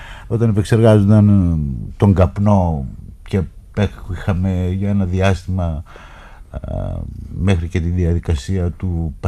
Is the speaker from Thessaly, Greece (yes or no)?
no; Central Macedonia, Greece; born there; από τα παιδικά μου χρόνια στο χωριό, όταν έρχονται τα γρυβάδια και οι γουλιανοί από την Κερκίνη.